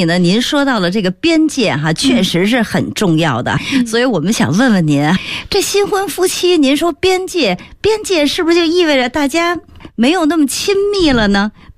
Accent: China; 我们中国人的婚姻啊可能还不太一样，我们不是两个人的结合，我们是两个家庭的结合。

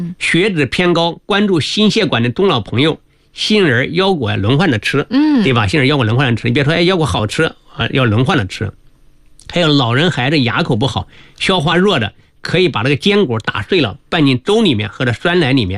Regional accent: Hubei, China; 我们湖北不有襄阳牛肉面

